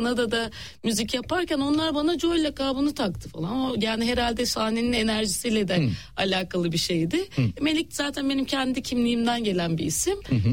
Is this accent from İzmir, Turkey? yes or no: yes; İzmir, Turkey; Ya İzmir, tabii İzmirliyim. İzmir çok güzel.